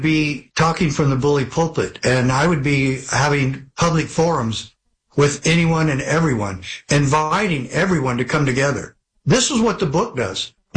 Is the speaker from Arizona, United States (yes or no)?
yes; Arizona, United States; when I grew up in Arizona playing sports